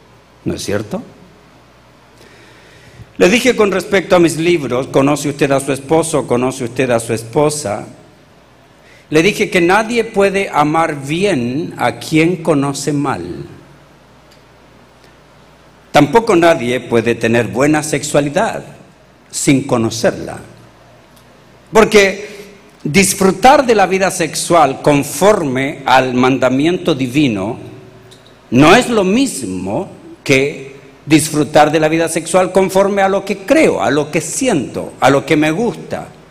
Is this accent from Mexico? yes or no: no; Chile; lo que yo aprendí como chileno